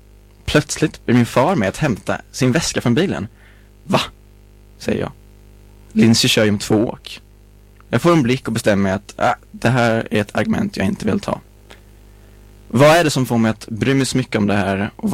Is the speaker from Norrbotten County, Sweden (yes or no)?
no; Gränna, Jönköping County, Sweden; Det är en söndag morgon hemma i Gränna.